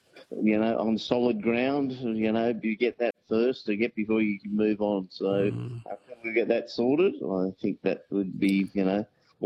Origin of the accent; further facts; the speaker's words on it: Waterloo, New South Wales, Australia; now in Cairns, Australia; from Waterloo. So, yeah.